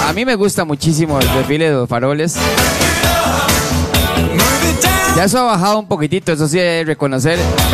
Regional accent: Costa Rica

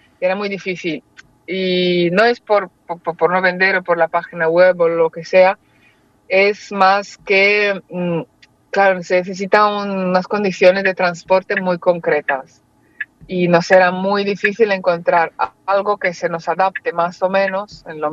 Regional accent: Moldova; now in Barcelona, Spain; En una tienda en Moldavia, de donde soy yo, hace como 10 años, y me ha parecido una buena idea y que pensé que podría triunfar en España, bueno, en Barcelona

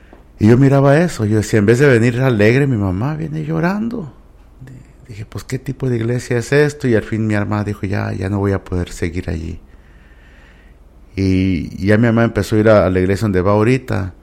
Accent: United States; No, yo nací aquí en los Estados Unidos.

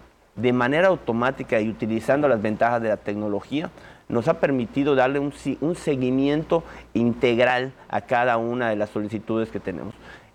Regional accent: Progreso, Yucatán, Mexico; nosotros los progreseños

